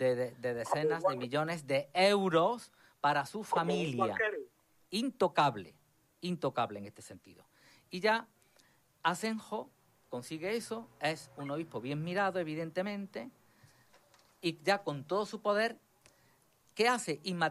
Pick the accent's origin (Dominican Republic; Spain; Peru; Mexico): Spain; Andalusia; a mí como andaluz me duele mucho, porque otra cosa que soy muy andalucista en este sentido.